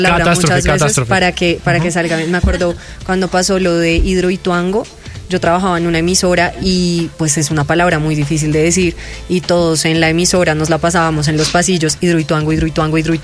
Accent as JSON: {"language": "Spanish", "country": "Colombia", "said": "yo creo que ha sido una experiencia que nos une como colombianos"}